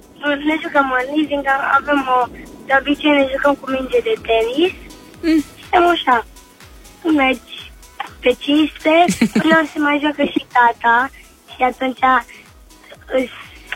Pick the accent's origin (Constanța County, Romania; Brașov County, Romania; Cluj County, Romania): Cluj County, Romania; Cluj-Napoca; sunt din Cluj și am 8 ani.